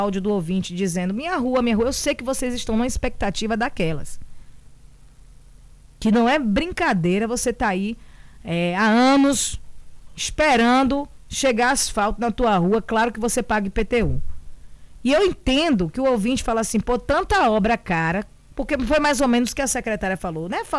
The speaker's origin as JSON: {"language": "Portuguese", "country": "Brazil", "said": "Somos brasileiros e queremos ver é vitória."}